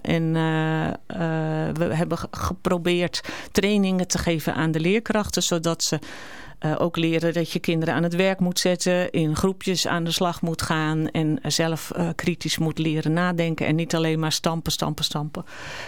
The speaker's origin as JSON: {"language": "Dutch", "country": "Netherlands", "also_born_or_lived": "Cambodia", "said": "Ik ben gewoon een Nederlander, ja."}